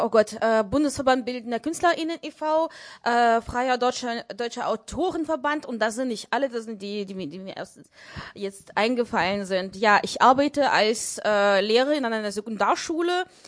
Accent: Ukraine; German is a second language; Entschuldigung, ich komme aus der Ukraine.

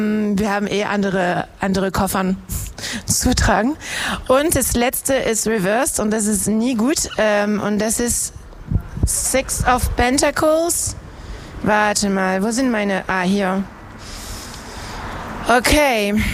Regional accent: France; now in Harz, Germany; Ich bin Französin.

